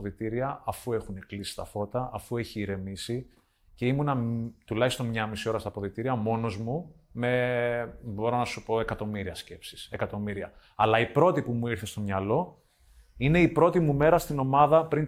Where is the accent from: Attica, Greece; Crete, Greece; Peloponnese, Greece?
Crete, Greece; Rethymno; από μικρός όταν ξεκίνησα, ήξερα ότι κάποια στιγμή θέλω να επιστρέψω στο Ρέθυμνο και να προσφέρω στον τόπο μου, προπονητικά.